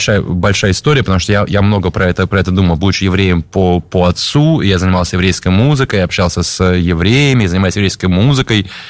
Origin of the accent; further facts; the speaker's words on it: Russia; moved away as an adult; now in Haifa, Israel; Ну, живя в России, говоря по-русски, я, конечно, был больше русский.